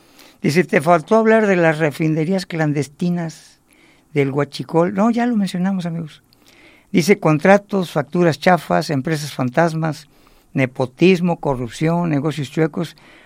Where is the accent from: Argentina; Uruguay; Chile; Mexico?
Mexico; Nosotros como mexicanos